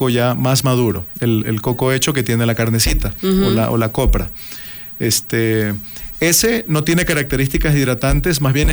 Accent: Ecuador; somos ecuatorianos.

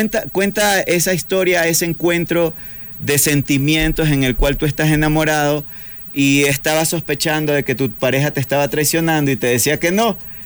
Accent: Ecuador; nuestra música como artista ecuatoriano ante su audiencia.

